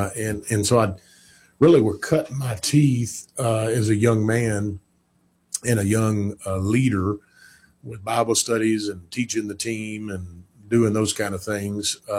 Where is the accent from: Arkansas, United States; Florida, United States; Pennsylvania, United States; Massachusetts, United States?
Arkansas, United States; Little Rock; Well, I grew up here in Little Rock. I grew up in a really good home with great parents, but grew up really far from the Lord, and was raised in the public schools here in Little Rock